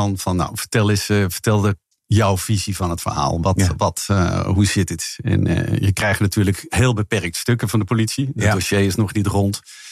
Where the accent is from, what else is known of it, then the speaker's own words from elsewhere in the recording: Rotterdam, South Holland, Netherlands; born there; Ik had kantoor in Rotterdam. Ik ben trouwens zelf geboren in Rotterdam.